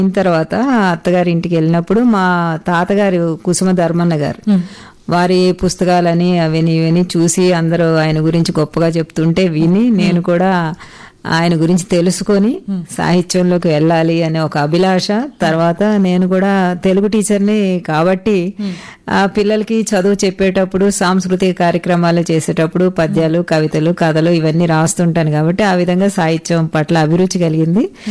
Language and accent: Telugu; Hyderabad, Telangana, India; moved away as an adult; also born or lived in Rajahmundry; నెల్లూరు వాస్తవ్యులు, వారు హైదరాబాద్లో సెటిల్ అయ్యారు కాబట్టి నేను ఇక్కడే హైదరాబాద్లోనే పుట్టి పెరిగాను కాబట్టి ఇక్కడే చదువుకున్నాను.